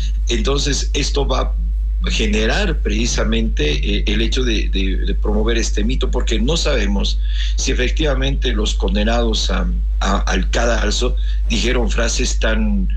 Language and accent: Spanish; Oruro, Bolivia; yo soy orureño